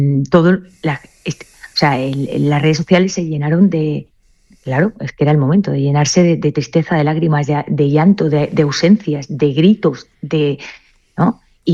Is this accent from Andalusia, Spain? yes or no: yes; Seville, Andalusia, Spain; Yo soy sevillana